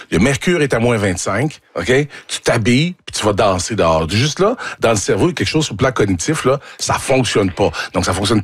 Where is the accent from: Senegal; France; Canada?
Canada; Quebec; Tu sais, moi, j'ai grandi en Mauricie, OK?